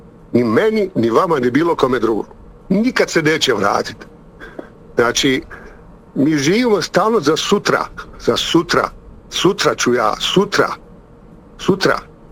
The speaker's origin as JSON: {"language": "Bosnian", "town": "Sarajevo", "region": "Sarajevo Canton", "country": "Bosnia & Herzegovina", "said": "Iz Sarajeva sam."}